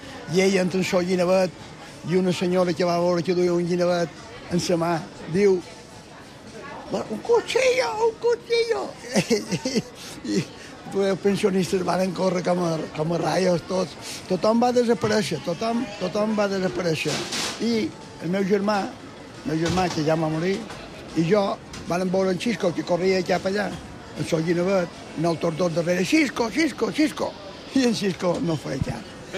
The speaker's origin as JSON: {"language": "Catalan", "town": "Palma", "region": "Balearic Islands", "country": "Spain", "tie": "born there", "said": "Jo vaig néixer en el Matadero."}